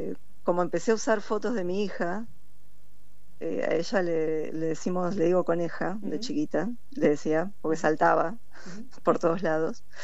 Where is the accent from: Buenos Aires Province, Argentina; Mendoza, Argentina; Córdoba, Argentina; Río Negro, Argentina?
Buenos Aires Province, Argentina; La Plata; born there; yo soy nací acá en La Plata.